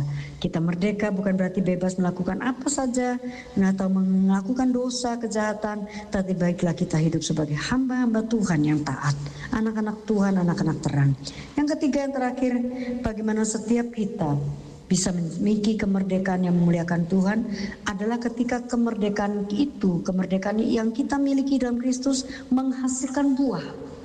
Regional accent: Lombok, West Nusa Tenggara, Indonesia; moved away as an adult; Seperti saya merantau 35 tahun lebih. Saya merantau dari Lombok. Ketika saya pergi dari rumah, ayah saya berkata, baik-baik di tempat orang.

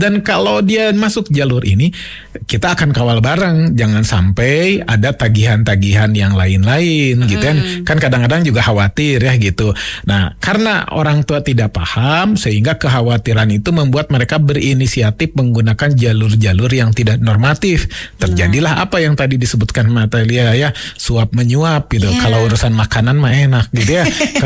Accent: Bandung, West Java, Indonesia; kami warga Kota Bandung.

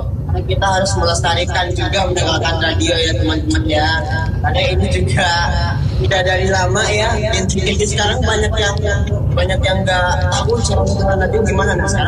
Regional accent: Bima, West Nusa Tenggara, Indonesia; di daerah aku, di daerah Biman, Tenggara Barat

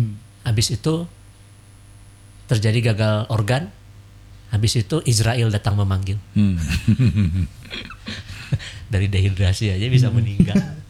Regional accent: Jakarta, Indonesia; Kan saya pernah tinggal di Jakarta dulu, besarnya di Jakarta saya.

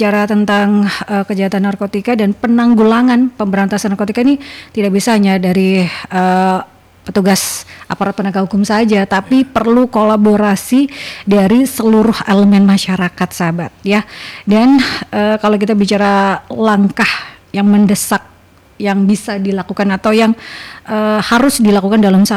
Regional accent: Gresik, East Java, Indonesia; Karena saya sebagai warga Gresik kaget dengan temuan 3,37 ton ganja di wilayah kami lagi.

